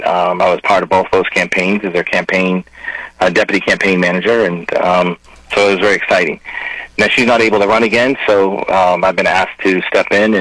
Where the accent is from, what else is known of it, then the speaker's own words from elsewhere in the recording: Massachusetts, United States; now in Florida, United States; When I grew up in Massachusetts many years ago, a very good friend of mine, his name was Tim Bassett, and he was a state legislator.